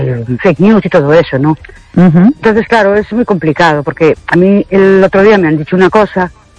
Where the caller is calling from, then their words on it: Ourense, Galicia, Spain; Buenas noches, perdón … de Ourense.